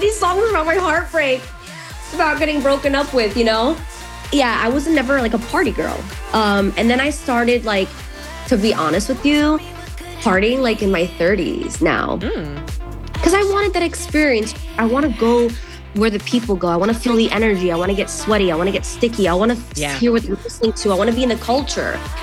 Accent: New York City, New York, United States; when I was growing up in New York

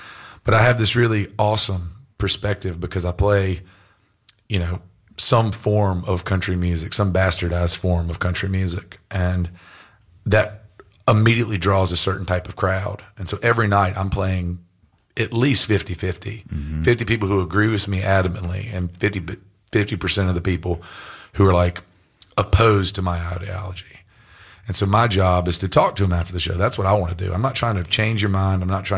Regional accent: North Carolina, United States; moved away as an adult; I'm a redneck from North Carolina, like, I never left this state until I was 18 years old.

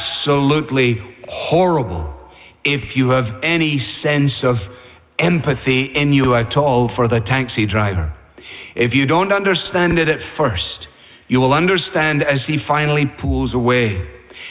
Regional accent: Scotland, United Kingdom; Even as a Scotsman, I cannot bear the thought of that poor soul going back to the end of that thing.

